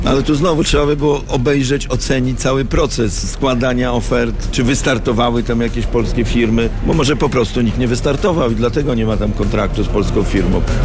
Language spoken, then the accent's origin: Polish; Szczecin, West Pomeranian Voivodeship, Poland; My ze Szczecina mamy blisko do niemieckich autostrad i do Berlina